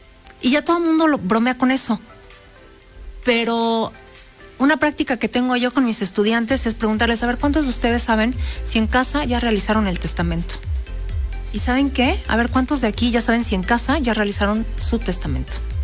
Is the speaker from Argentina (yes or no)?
no; Puebla, Mexico; soy muy poblana, me encanta, orgullosa